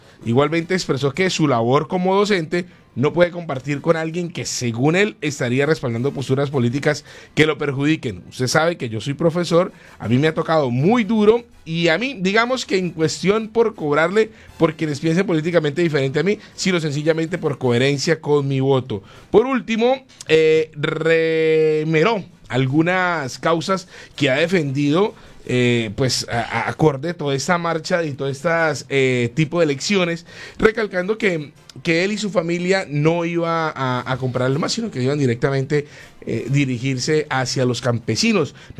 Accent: Colombia

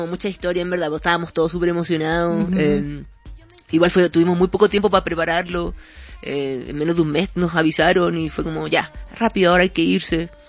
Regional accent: Chile; yo vengo de Chile, imagínate, del fin del mundo, soy una banda muy de nicho y soy gay

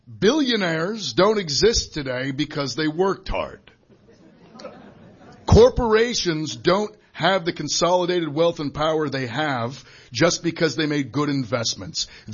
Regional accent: Maine, United States; When I was growing up in Eastern Maine, I knew folks where if you sterned in the summer, plowed driveways in the winter, did some carpentry, maybe did some wreaths, that was enough.

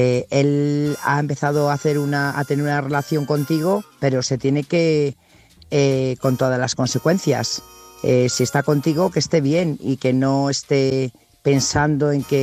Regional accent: Burgos, Castile and León, Spain; corresponsal de Burgos

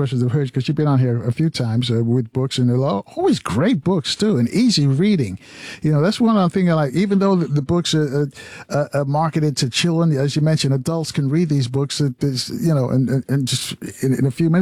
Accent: New York, United States; growing up in New York

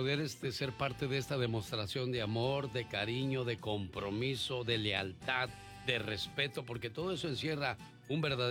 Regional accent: Malacatán, San Marcos, Guatemala; moved away; Un día salí de Malacatán, San Marcos, Guatemala. Pero Malacatán, San Marcos, Guatemala, nunca salió de mí.

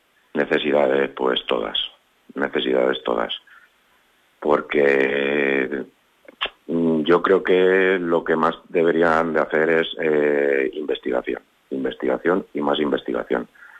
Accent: Quintanar del Rey, Castilla-La Mancha, Spain; yo soy de Quintanar del Rey

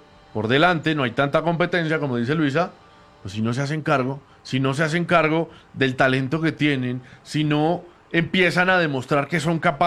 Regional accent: Colombia

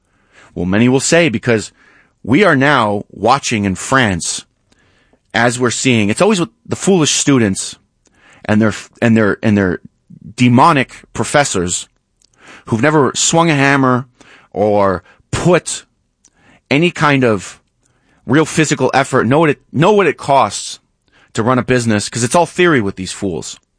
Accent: United States; and I'm an American, I'm a male, but I'm Jewish

